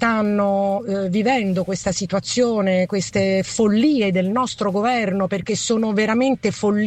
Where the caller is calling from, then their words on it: Rome, Lazio, Italy; sono di Roma, vedo a Roma